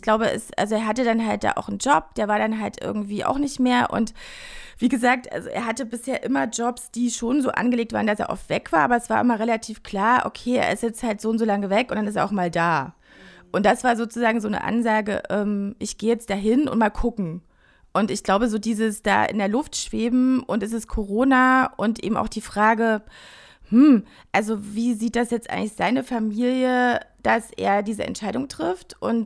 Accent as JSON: {"language": "German", "country": "Germany", "said": "also weil wir sind halt eine binationale Ehe, also ne, mein Mann kommt eben aus Korea, ich komme aus Deutschland"}